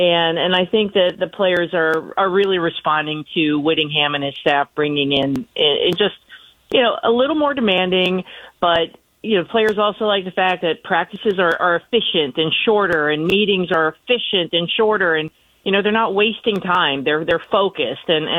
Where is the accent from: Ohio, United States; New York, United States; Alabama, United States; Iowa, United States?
Ohio, United States; I grew up in Ohio. I love the game.